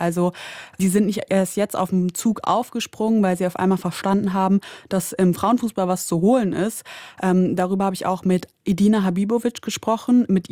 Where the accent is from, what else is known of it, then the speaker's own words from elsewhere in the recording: Bocholt, North Rhine-Westphalia, Germany; Ich komme auch aus Bocholt und die Stadt hat generell viele Fußballvereine für eine Kleinstadt.